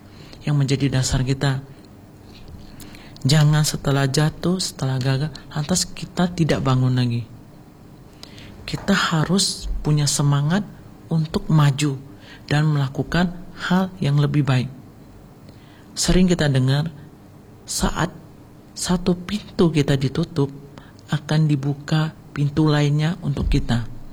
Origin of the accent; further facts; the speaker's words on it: Indonesia; born there; Kita sangat bahagia lahir di Indonesia yang mempunyai dasar nilai Pancasila, dan kita sebagai umat Buddha yang memiliki dasar moralitas yaitu Pancasila Buddhis.